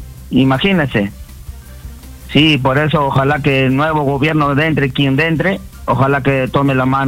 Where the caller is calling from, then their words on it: Nazca, Ica, Peru; buenos días, Fidel, desde Nazca.